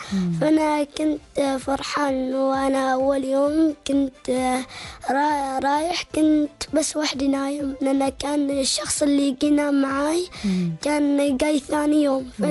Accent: Oman; لأن أنا عماني وافتخر.

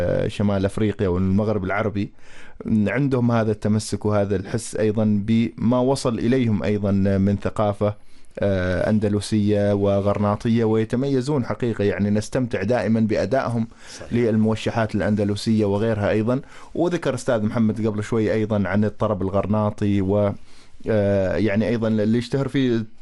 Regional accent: Oman; عندنا في سلطنة عمان

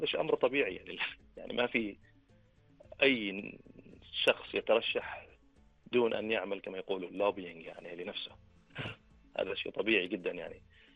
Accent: Oman; نحن كمجتمع عماني

